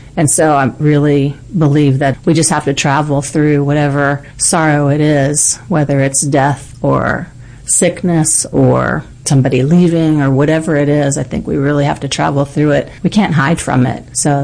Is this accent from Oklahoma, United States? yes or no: no; Florida, United States